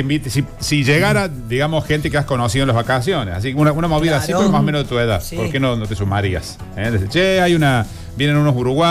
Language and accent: Spanish; Villa del Totoral, Córdoba, Argentina; Como la plaza de mi pueblo, en Totoral